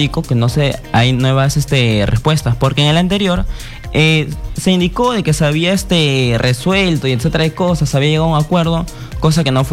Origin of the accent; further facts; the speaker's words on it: Chincha Alta, Ica, Peru; Yo soy de Chincha.